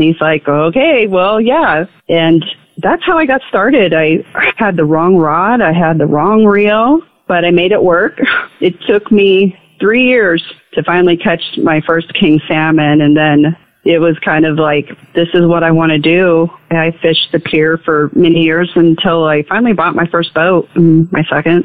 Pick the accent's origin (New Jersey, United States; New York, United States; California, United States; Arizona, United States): Arizona, United States; Tucson; moved away; I'm from Tucson. I don't have all this boating experience